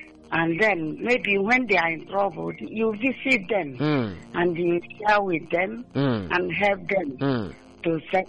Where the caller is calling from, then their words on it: Umuafo, Nigeria; From Umuafo, about here.